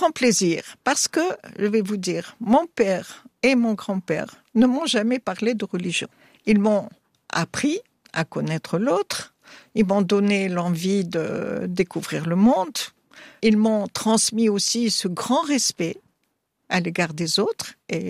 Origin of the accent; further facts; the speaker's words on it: Tunisia; Alors, il y a au Maghreb des jeunes qui ont considéré, alors chez nous en Tunisie, surtout après ce qu'on appelle la révolution de 2011